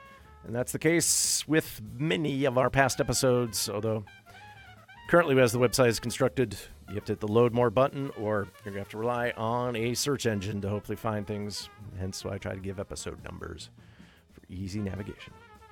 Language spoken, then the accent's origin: English; Thunder Bay, Ontario, Canada; now in Vancouver, Canada; my hometown of Thunder Bay